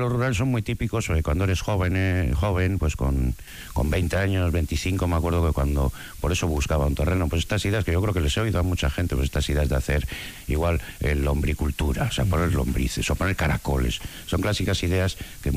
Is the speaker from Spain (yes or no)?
yes; Bilbao, Basque Country, Spain; born there; also born or lived in Umbe Mendi (Biscay) / Mungia; Yo nací en Deusto, estudié en la Salle de Deusto, y luego cuando se hizo la urbanización un Memendi, pues yo que tendría 11 años así, por ahí 12, pues mis padres compraron una casa ahí.